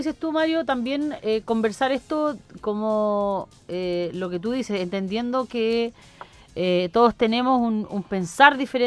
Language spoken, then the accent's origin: Spanish; Cauquenes, Maule, Chile; no debemos olvidar que en este tiempo y un 11 de septiembre no solamente los cauqueninos tenemos que mirar hacia afuera